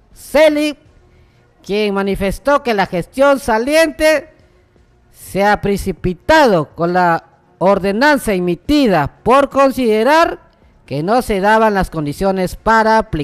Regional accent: Peru

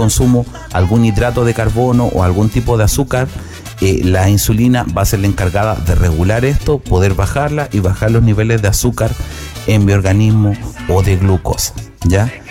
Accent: Chile

